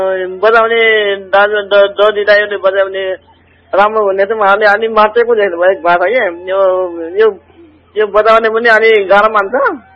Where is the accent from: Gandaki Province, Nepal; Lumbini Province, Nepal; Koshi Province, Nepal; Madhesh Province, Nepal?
Gandaki Province, Nepal; Myagdi; now in Pokhara, Nepal; म्याग्दी हो।